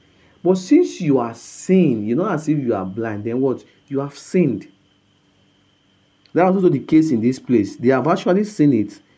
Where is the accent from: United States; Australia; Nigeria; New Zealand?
Nigeria; Okada, Edo; Once again … from Okada Town, Edo State, Nigeria, and it's a pleasure to discuss with you.